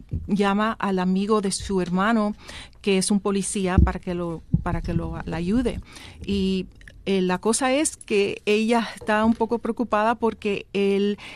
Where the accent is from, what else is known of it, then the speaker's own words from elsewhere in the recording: United States; born there; yo estaba aquí casi toda mi vida en los Estados Unidos